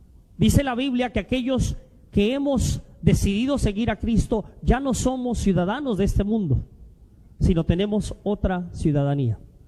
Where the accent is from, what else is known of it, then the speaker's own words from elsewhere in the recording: Mexico; now in United States; algunos somos de México